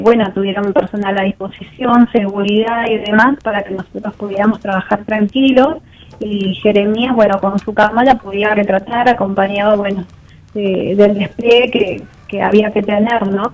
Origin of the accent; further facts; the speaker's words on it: 28 de Noviembre, Santa Cruz, Argentina; En mi caso siempre digo que yo soy carbonera y también soy de Ciudad de 28 de Noviembre, que es la capital provincial del cóndor andino